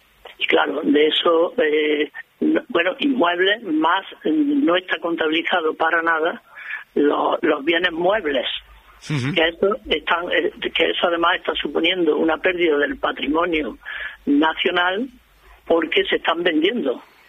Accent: Córdoba, Andalusia, Spain

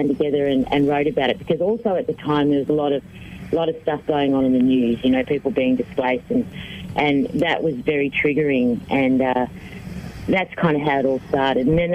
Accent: Australia; we're Australian.

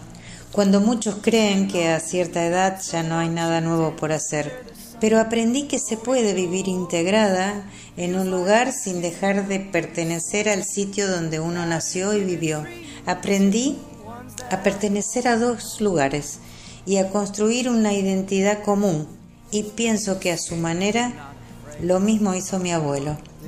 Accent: Argentina; born there; Nací en Argentina y trabajé siempre vinculada a la arquitectura.

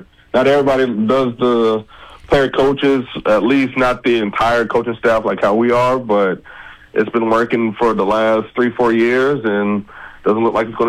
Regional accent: Orlando, Florida, United States; moved away as an adult; also born or lived in Miami, Florida; Born and raised in Orlando, went to college at Florida International, which is in Miami. So I've always been a Florida boy

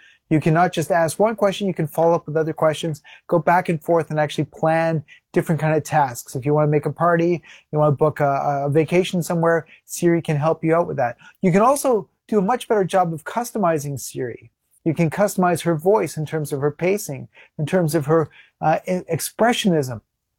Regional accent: Canada; it's weird being Canadian because we're kind of in between the UK and the American experience. So I never know whether to say soccer or football.

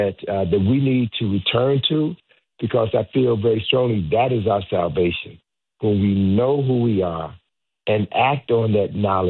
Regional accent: Chicago, Illinois, United States; moved away; part of this energy comes from me growing up in Chicago. I spent my first 21 years of life growing up in Chicago.

